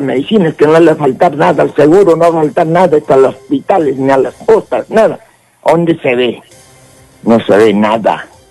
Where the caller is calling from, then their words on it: Arequipa, Peru; la corrupción es tan grandaza que tenemos acá en el Perú.